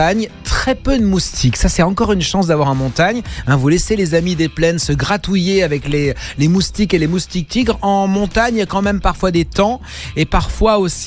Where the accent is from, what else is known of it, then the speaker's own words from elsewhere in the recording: Marseille, Provence-Alpes-Côte d'Azur, France; Je suis marseillais.